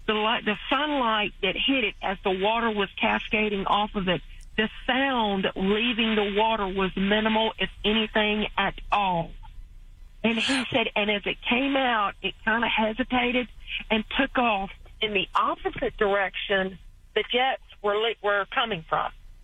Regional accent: Virginia, United States

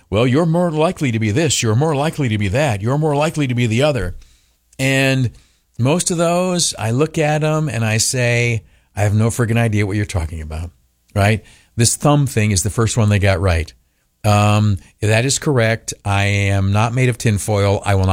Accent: Canisteo, New York, United States; I grew up in Canastillo

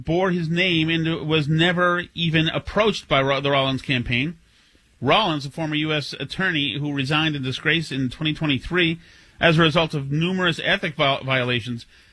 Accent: Winchester, Massachusetts, United States; now in Newburyport, United States

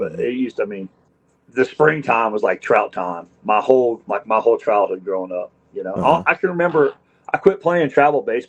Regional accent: Mandeville, Louisiana, United States; I grew up in Manville, Louisiana, fishing Lake Pontchartrain, pretty much crabbing it, shrimping it, all that stuff my whole life.

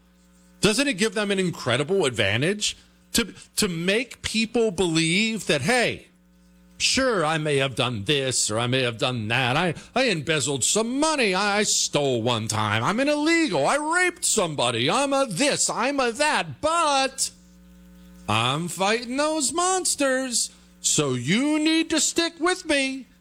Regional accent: Montana, United States; now in Texas, United States; I grew up in Montana where they have militias up there. I currently live in Texas. I've been all over the South.

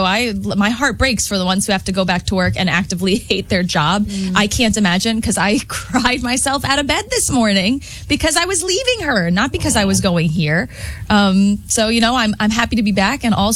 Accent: New Jersey, United States; That's possible, baby. We're from Jersey.

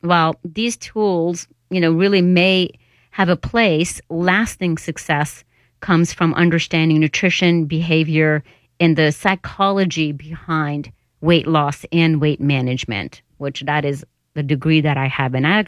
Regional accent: State College, Pennsylvania, United States; I grew up in State College

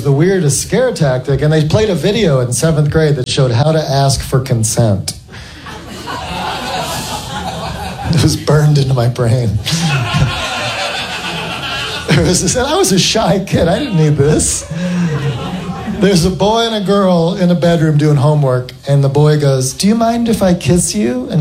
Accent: Morgantown, West Virginia, United States; Actually, I grew up in West Virginia, Morgantown, West Virginia, which at the time had the highest teen pregnancy rate of any state.

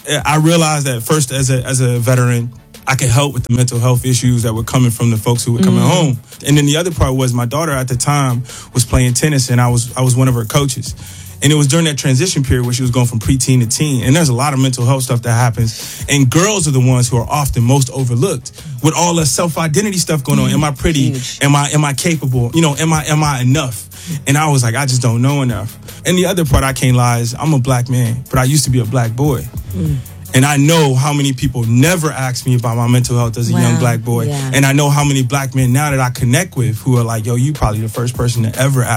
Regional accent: Lake Charles, Louisiana, United States; moved away; I grew up in Lake Charles, Louisiana. My mom was a single mom raising me

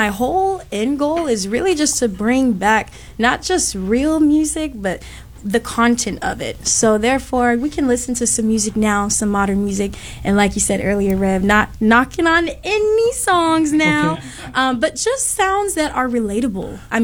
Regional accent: Santa Clarita, California, United States; So I'm actually from Santa Clarita. This is the burbs. These are the burbs.

